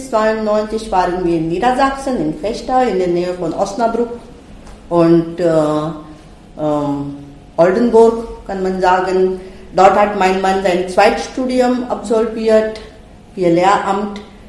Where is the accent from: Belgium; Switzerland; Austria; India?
India; moved away as an adult; now in Germany; Ich bin in Indien geboren und ich bin auch dort aufgewachsen. Ich war 24 Jahre alt und ich bin hier geheiratet mit einem Lateinlehrer und ich bin 1990, so etwa 3 Tage vor der deutschen Vereinigung, nach Deutschland gekommen.